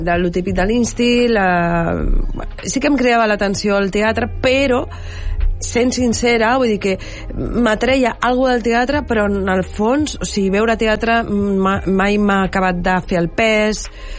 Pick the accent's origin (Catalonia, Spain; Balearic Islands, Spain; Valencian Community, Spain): Catalonia, Spain; L'Hospitalet de Llobregat; jo era entre Bellvitge, Centre... Però bueno, sí, la no. meva àvia era de Bellvitge, jo movia per... El meu institut estava a Bellvitge